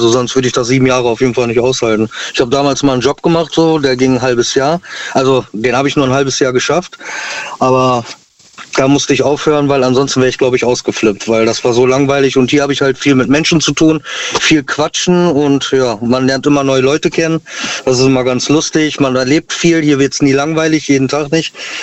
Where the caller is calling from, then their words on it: Gütersloh, North Rhine-Westphalia, Germany; Ich bin aus Gütersloh.